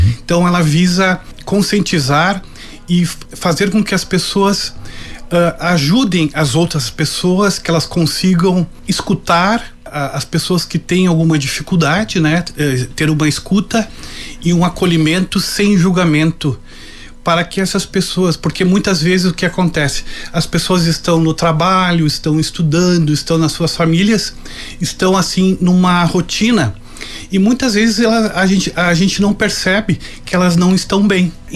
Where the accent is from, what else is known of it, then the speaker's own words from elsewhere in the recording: Roca Sales, Rio Grande do Sul, Brazil; now in Lajeado, Brazil; Sou natural de Roca Salles, meu pai é de lá, né? … Com muito orgulho e atualmente resido em Lajeado, né?